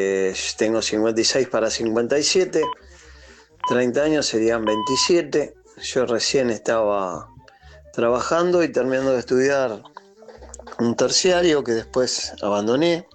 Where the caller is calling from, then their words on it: Francisco Álvarez, Buenos Aires Province, Argentina; 239 de Francisco Álvarez Moreno.